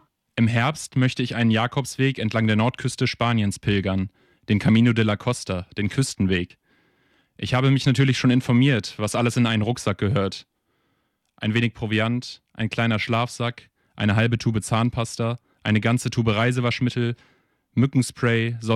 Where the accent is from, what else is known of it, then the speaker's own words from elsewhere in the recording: North Rhine-Westphalia, Germany; Also mache ich mich auf ins erstbeste Sportgeschäft in meiner Heimatstadt in der Nähe von Düsseldorf.